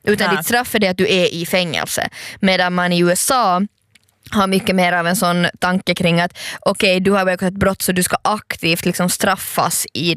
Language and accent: Swedish; Finland; vi som finländare som har vuxit upp med den här modellen